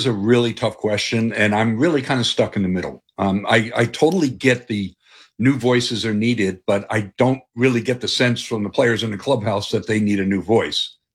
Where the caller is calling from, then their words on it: Phoenix, Arizona, United States